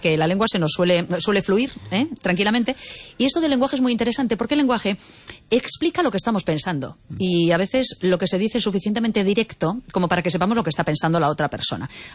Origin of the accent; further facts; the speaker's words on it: Galicia, Spain; ¿Cómo es posible que seas gallega y no te emocione?